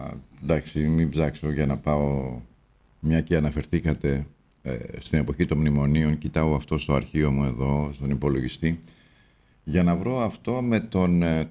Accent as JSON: {"language": "Greek", "country": "Greece", "said": "είμαστε Έλληνες"}